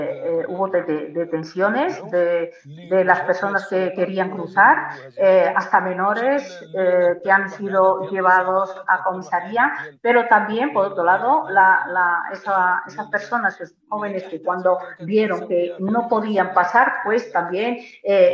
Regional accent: Morocco; Spanish is a second language; O sea, nosotros como pueblo marroquí no sabemos nada

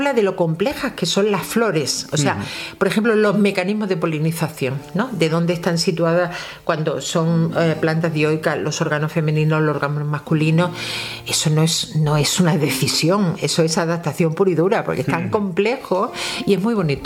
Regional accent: Melilla, Spain; yo soy de Melilla también y siempre en casa había muchas plantas suculentas

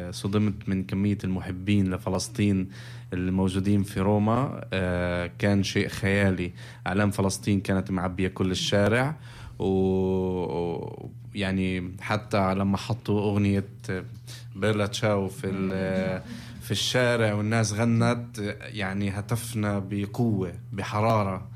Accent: Palestine; ما في احلى من طبيعة فلسطين بالنسبة لنا كفلسطينيين،

